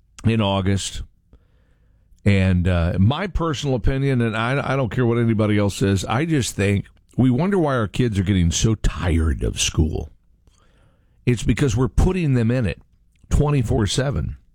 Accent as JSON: {"language": "English", "town": "Poplar Bluff", "region": "Missouri", "country": "United States", "tie": "born or raised there", "said": "I was born and raised in Poplar Bluff, Missouri."}